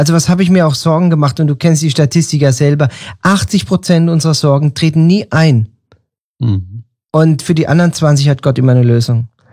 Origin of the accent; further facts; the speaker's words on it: Germany; Als Deutscher ist man es gewohnt, morgens zum Bäcker zu gehen und Brötchen zu holen, ja.